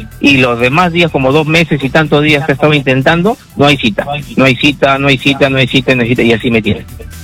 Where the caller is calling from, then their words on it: Lima, Peru; yo soy de Puente Piedra